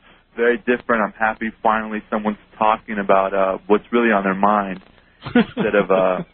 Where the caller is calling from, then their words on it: Dallas, Texas, United States; I'm calling y'all out of Dallas.